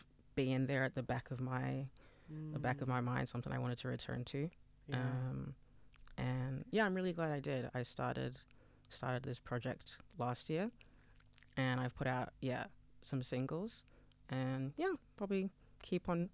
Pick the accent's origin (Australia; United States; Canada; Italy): Australia; Canberra, Australian Capital Territory; moved away as an adult; now in Sydney, Australia; So I'm 24. I grew up in Canberra. I moved to Sydney like 3 years ago, mm-hmm. 3 or 4 years ago.